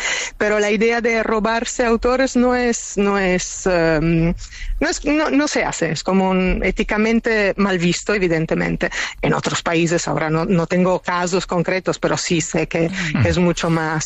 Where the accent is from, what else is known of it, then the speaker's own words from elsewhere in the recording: Italy; soy italiana, pero como agente siempre he trabajado en España.